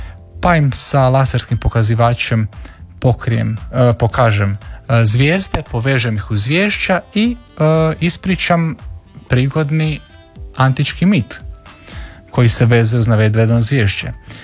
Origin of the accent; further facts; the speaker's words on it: Orebić, Dubrovnik-Neretva County, Croatia; also born or lived in Slovakia; ja sam porijeklom iz Orebića, s Pelješca. Dakle, djetinjstvo sam proveo tamo